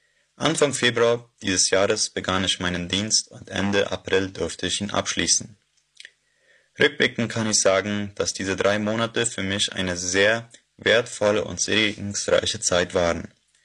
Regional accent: Boquerón, Paraguay; ich komme aus der Kolonie Neuland

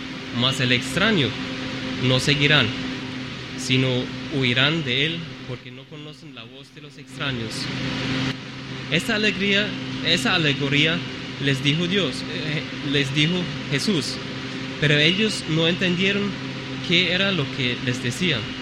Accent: Germany; En mi país, en Aleman

